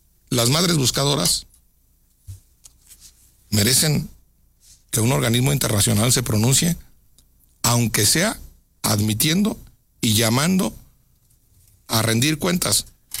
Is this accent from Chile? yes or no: no; Mexico; Por supuesto que somos absolutamente todos mexicanos